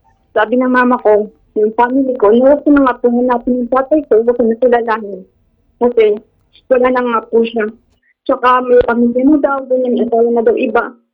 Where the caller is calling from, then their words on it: Rizal, Calabarzon, Philippines; ng Rizal.